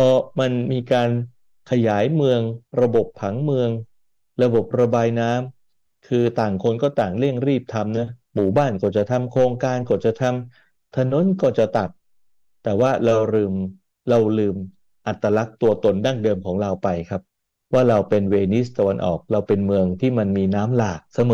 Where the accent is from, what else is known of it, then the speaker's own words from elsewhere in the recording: Bangkok, Thailand; แนวคันกั้นน้ําที่เราคนกรุงเทพได้รับพระมหากรุณาธิคุณจากพระบาทสมเด็จพระเจ้าอยู่หัวรัชกาลที่9